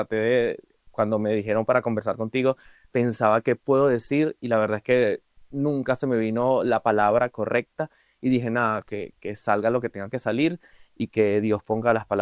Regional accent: Venezuela; gracias a ustedes por la oportunidad de poder comentar lo que está pasando en mi país. Primero, enviarle mis condolencias a todos los venezolanos que están dentro de Venezuela

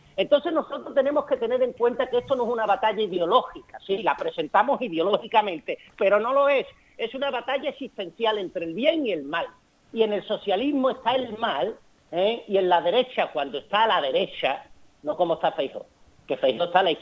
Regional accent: Marchena, Andalusia, Spain; also born or lived in Seville; era antitaurino en Marchena, provincia de Sevilla, donde tenemos ganadería de Benítez Cubero.

